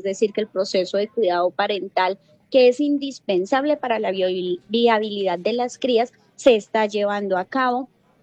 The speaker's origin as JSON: {"language": "Spanish", "region": "Huila", "country": "Colombia", "said": "que nos debe hacer sentir muy orgullosos como huilenses y como colombianos"}